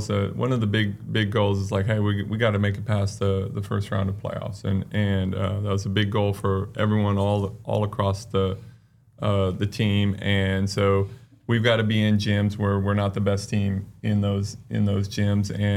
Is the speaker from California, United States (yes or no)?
yes; California, United States; Well, I grew up in California, and I played in high school.